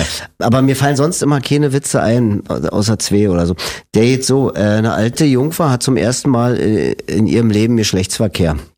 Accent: Berlin, Germany; Ich bin in Lichtenberg aufgewachsen. Also nach Lichtenberg sind wir gezogen, da war ich 4. Vorher haben wir im Friedrichshain gewohnt.

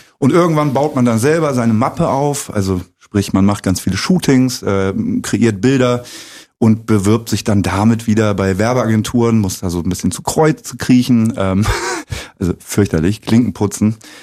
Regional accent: Lower Saxony, Germany; now in Zeuthen, Germany; Genau, bei Bremen.

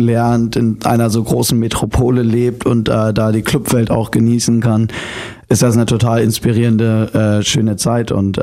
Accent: Hamburg, Germany; born there; now in Mecklenburg-Vorpommern, Germany; Ich bin in Hamburg geboren, aber wohne in MacPom. Direkt quasi am Meer. Also die Straße guckt direkt aufs Wasser.

